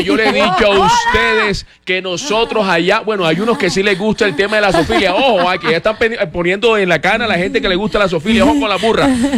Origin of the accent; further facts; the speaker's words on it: Caribbean Region, Colombia; A mí me gustan las hembritas y yo soy un costeño.